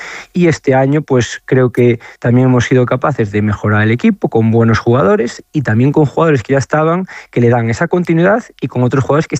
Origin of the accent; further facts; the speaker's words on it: Ourense, Galicia, Spain; moved away as an adult; also born or lived in A Coruña; now in Istanbul, Turkey; Eso es, yo es que soy de Ourense, como tú has dicho, pero yo me voy a estudiar la universidad